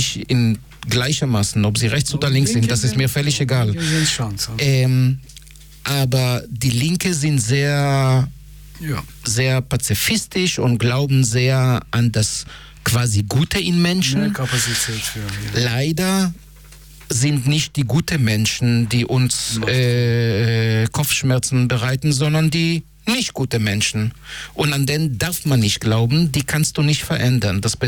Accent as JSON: {"language": "German", "country": "Israel", "moved": "yes", "said": "ich komme aus Israel"}